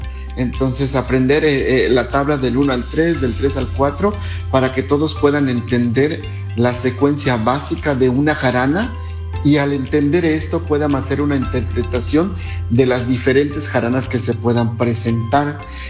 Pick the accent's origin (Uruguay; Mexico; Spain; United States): Mexico; Santa Teresa, Yucatán; soy originario de Santa Teresa, Coahuila, una comunidad, municipio de Mexicanú, obviamente del estado de Yucatán.